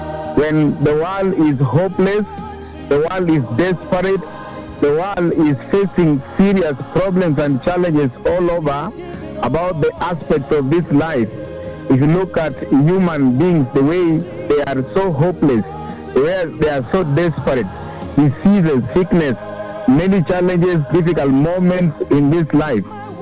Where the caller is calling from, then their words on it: Kisumu, Kisumu County, Kenya; I'm calling from Kisumu, Ranson.